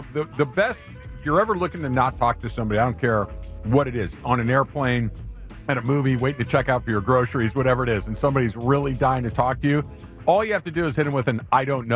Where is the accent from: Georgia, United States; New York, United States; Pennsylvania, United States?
Pennsylvania, United States; Philadelphia; You know, when I was growing up in Philly